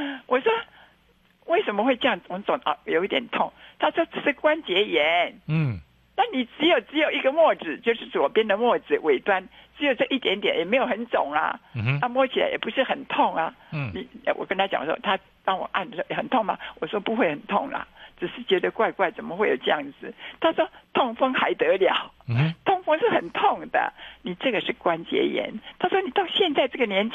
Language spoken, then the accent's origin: Chinese; Taiwan; 身为台湾人我们以台湾为荣